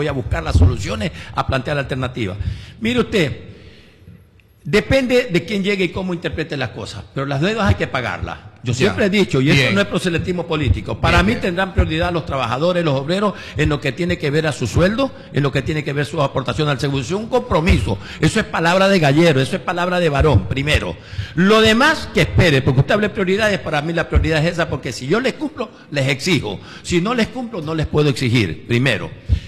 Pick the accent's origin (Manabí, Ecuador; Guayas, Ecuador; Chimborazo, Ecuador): Manabí, Ecuador; Manta; lo mantense